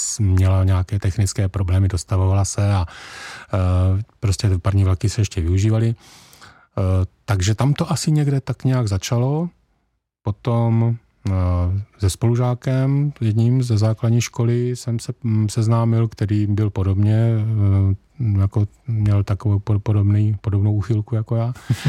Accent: Rosice, South Moravian Region, Czechia; born there; Jsem se narodil v Rosicích u Brna, dnes tam opět žijí.

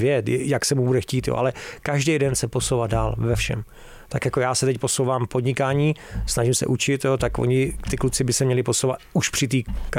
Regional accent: Hradec Králové, Hradec Králové Region, Czechia; also born or lived in Havlíčkův Brod; já jsem vyrůstal v Hradci, narodil jsem se v Brodě, ale hrál jsem za Duklu Jihlava

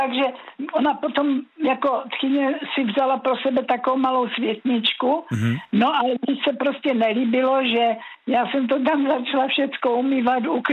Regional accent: Bohemia, Czechia; moved away as an adult; now in Adamov, Czechia; já jsem rodačka z Čech, takže nepřišli na Moravu tam do toho Adamova, tak já jsem mluvila česky, že?

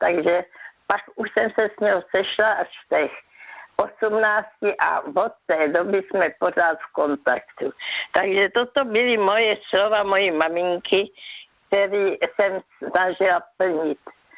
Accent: Brno, South Moravian Region, Czechia; Já jsem byla z Brna

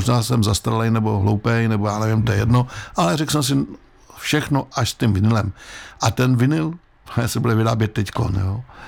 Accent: Most, Ústí nad Labem Region, Czechia; moved away; my jsme oba z Mostu. A já do toho Mostu, já už tam nikoho nemám.

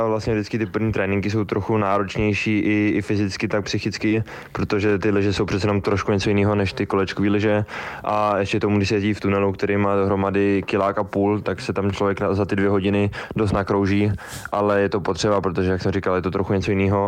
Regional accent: Boží Dar, Karlovy Vary Region, Czechia; jak se říká, všude dobře a doma nejlíp a u nás na Božím daru ty tratě jsou skvělý, takže já to tam absolutně miluju a tam se mi vždycky lyže nejlíp

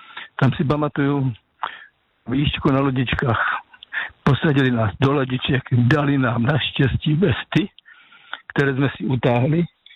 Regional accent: Žeravice, South Moravian Region, Czechia; že pocházím z Moravskoslovácka, z městečka Žeravice, to je mezi Kyjovem a Mzencem.

